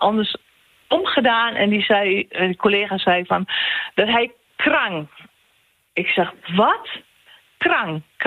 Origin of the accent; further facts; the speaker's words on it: Enschede, Overijssel, Netherlands; moved away as an adult; Ik ben geboren en getogen in Enschede. Ik ben daar op mijn 19e weggegaan. Ik ben via heel veel plaatsen in Nederland ben ik 4 jaar geleden teruggekomen.